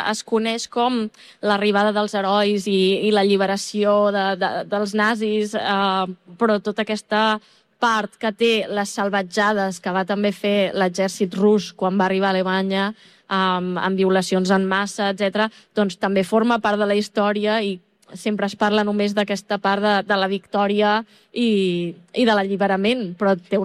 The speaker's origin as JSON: {"language": "Catalan", "region": "Catalonia", "country": "Spain", "moved": "yes", "lives_now": "Berlin, Germany", "said": "soc autora catalana, faig còmics i així"}